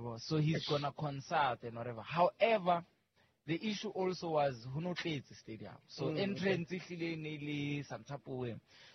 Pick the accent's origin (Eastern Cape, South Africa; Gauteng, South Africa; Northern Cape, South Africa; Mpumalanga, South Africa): Mpumalanga, South Africa; Dr. Tuda is from my hometown in Mpumalanga.